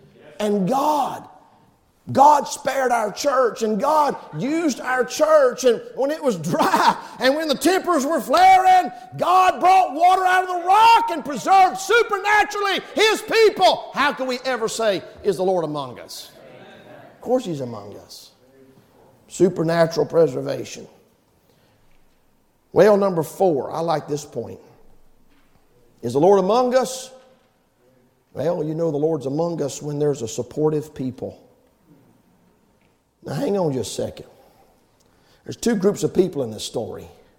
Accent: Dundalk, Maryland, United States; I'm from Dundalk.

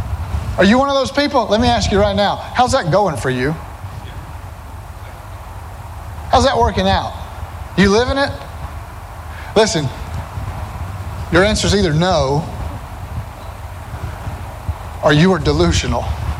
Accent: Alabama, United States; I'm from Alabama. I'm gonna trip on my own tongue here and there.

